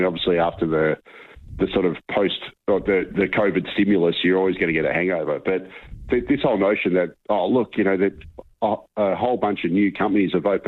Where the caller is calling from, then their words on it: Melbourne, Victoria, Australia; Now I'm calling you from Victoria or from Melbourne in particular, and down here we probably have the most incompetent state government in the country.